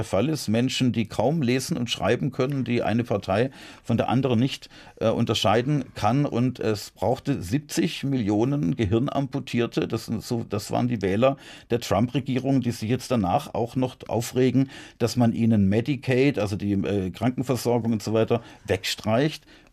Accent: Heilbronn, Baden-Württemberg, Germany; ich dann in meiner Heimatstadt Heilbronn als Kandidat auch angetreten, als Bürgermeisterkandidat.

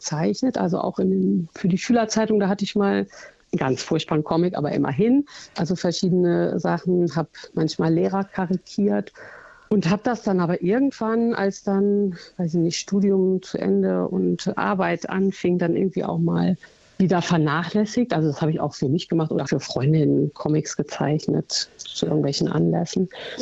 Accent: Eifel, Germany; accent: Eifel dialect; moved away as an adult; also born or lived in Marburg; now in Cologne, Germany; ich komme nun mal aus der Eifel, das lässt sich auch nicht leugnen. Das hört man vielleicht auch manchmal, wenn ich ein bisschen schneller spreche hier an meinem Dialekt.

